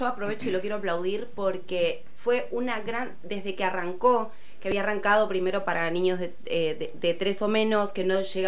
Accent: Punta Lara, Buenos Aires Province, Argentina; Yo soy puntalarense.

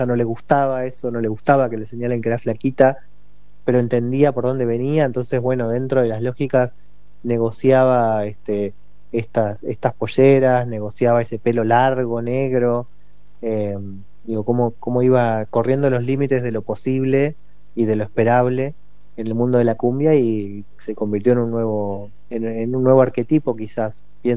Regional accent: Argentina; lo maravilloso que somos los argentinos

